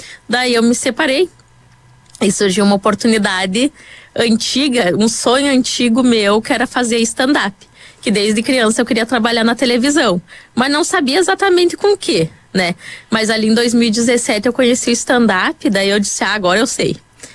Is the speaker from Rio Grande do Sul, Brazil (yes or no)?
yes; Vacaria, Rio Grande do Sul, Brazil; also born or lived in Caxias do Sul; Eu sou de Vacaria, mas no contexto dessa história, já em Caxias do Sul.